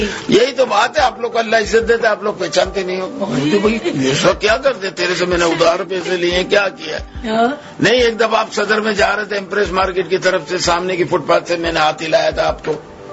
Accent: India; میں انڈین ہوں یہ حرم میں ملاقات ہوگی, ہوں مسلم.

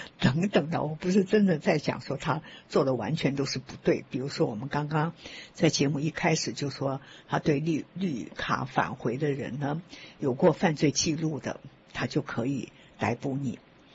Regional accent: China; 因为我们中国人嘛，我每次都讲说中国人讲的是君无戏言

